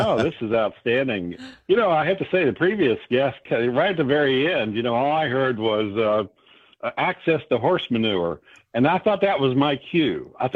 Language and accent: English; West Virginia, United States; It was just, I grew up in West Virginia.